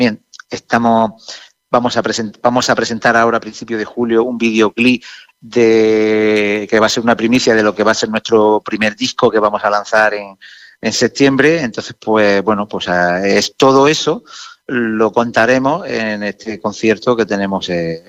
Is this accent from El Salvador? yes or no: no; Murcia, Region of Murcia, Spain; yo soy de Murcia. Yo aporto instrumentos tradicionales de la región de Murcia, que son los guitarros.